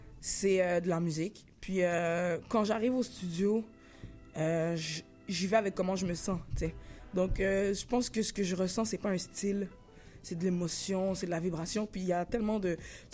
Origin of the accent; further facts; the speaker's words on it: Laval, Quebec, Canada; born there; now in Montreal, Canada; J'ai fait un petit temps à Montréal. Mes parents ont travaillé très fort. On est allé j'ai habité à SF. J'ai grandi à Sainte-Rose.